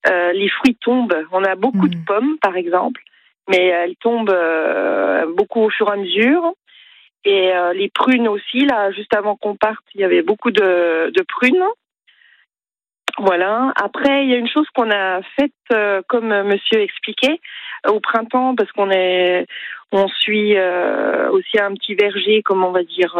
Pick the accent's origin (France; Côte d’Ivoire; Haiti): France; Bourgogne-Franche-Comté; born or raised there